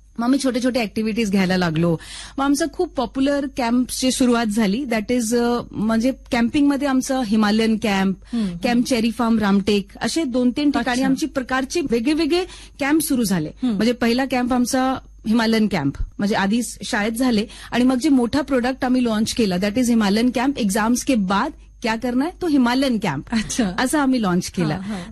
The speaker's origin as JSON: {"language": "Marathi", "region": "Himachal Pradesh", "country": "India", "tie": "born or raised there", "also_born_or_lived": "Chandigarh", "moved": "as an adult", "said": "मी देवभूमी हिमाचलची आहे, ठीक आहे. माझे रूट्स तिकडचे आहे, ठीक आहे. माझा बॉर्न ब्रॉटअप हिमाचल, एज्युकेशन चंडीगडला, आणि मी लग्न होऊन इकडे आले."}